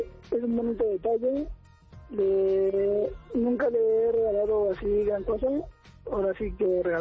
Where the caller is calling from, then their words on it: Chalco, State of Mexico, Mexico; Ando en el municipio de Chalco, ando aquí en el centro de Chalco